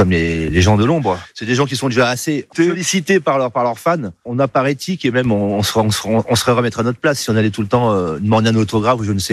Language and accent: French; Orléans, Centre-Val de Loire, France; puisque je suis d'Orléans